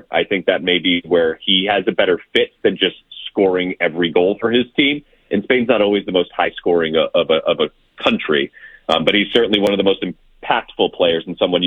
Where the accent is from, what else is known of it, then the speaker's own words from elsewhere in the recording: Methuen, Massachusetts, United States; Yep. High school with no walls, Joe.